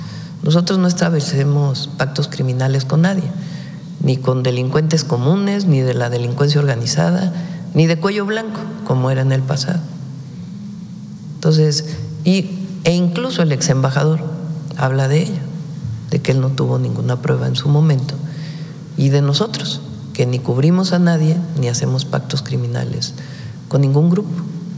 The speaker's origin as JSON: {"language": "Spanish", "country": "Mexico", "said": "como gobierno y como mexicanas y mexicanos"}